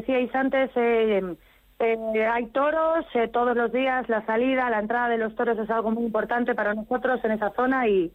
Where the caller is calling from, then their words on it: Valladolid, Castile and León, Spain; Estamos en la calle Concha Velasco 27, estamos cerquita, somos del barrio de La Farola.